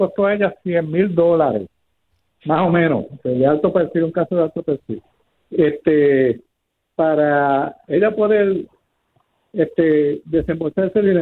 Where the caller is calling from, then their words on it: Ponce, Puerto Rico; de Ponce.